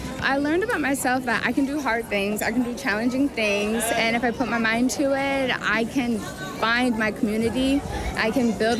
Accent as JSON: {"language": "English", "town": "Syracuse", "region": "New York", "country": "United States", "said": "I'm from Syracuse, New York, and we moved down south because my husband's active duty."}